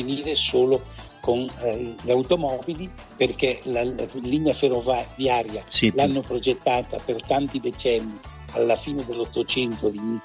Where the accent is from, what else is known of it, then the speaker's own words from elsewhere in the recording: Veneto, Italy; accent: Ferrarese dialect; questa zona sarebbe una zona del Veneto, ma fino al 1818, fino al 1815 siamo stati sotto Ferrara